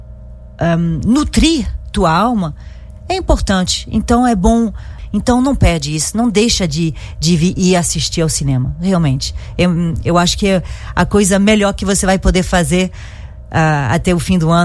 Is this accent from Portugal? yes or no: no; France; accent: French; Portuguese is a second language; eu falo com sotaque francês, desculpa.